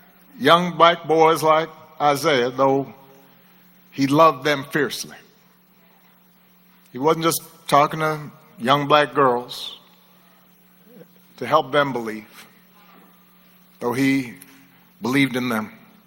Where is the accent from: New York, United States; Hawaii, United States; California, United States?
Hawaii, United States; moved away as an adult; because I grew up in Hawaii.